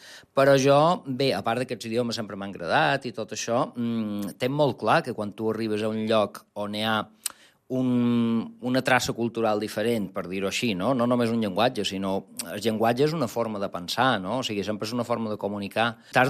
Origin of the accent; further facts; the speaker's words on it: Búger, Balearic Islands, Spain; accent: Bujarró (Búger, Mallorcan); Catalan is a second language; Estic molt orgullós del meu accent Bujarró. Sí. Jo vaig arribar a Buja en 13 anys sense saber ni una paraula de mallorquí.